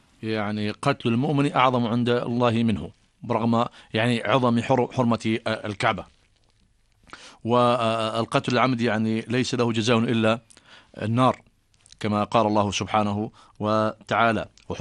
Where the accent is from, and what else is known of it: Jordan